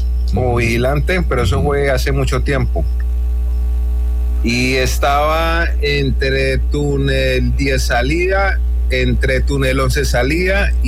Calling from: Cali, Valle del Cauca, Colombia; Yo estoy por acá en Cali, pero estoy por el kilómetro 30, en una finca, vivo por acá

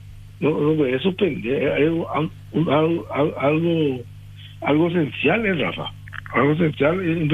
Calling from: Paraguay; y encaramos nuestro camino como paraguayo independiente.

